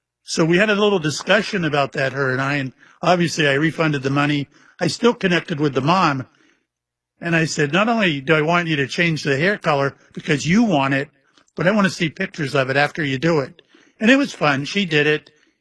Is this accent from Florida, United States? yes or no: yes; Mayport, Florida, United States; I was on the Shangri-La out of my hometown of Mayport, you know, where I live right. I live 20 miles from the base.